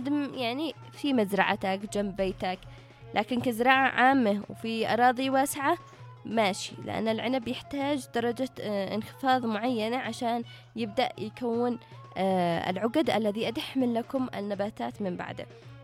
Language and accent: Arabic; Tihama, Yemen; نحن من تهامة، يقولوا لنا موسم الزراعة خلص، ما في زراعة معاكم عمراء.